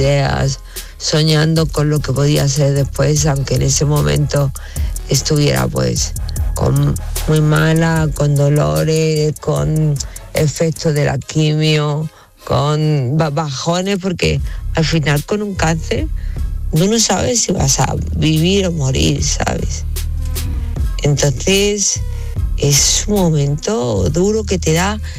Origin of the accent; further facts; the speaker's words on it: Spain; pues soy española.